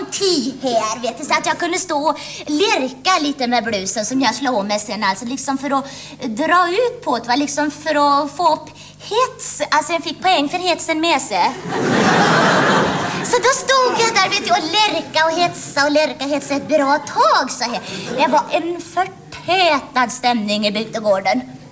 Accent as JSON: {"language": "Swedish", "region": "Västra Götaland County", "country": "Sweden", "tie": "born there"}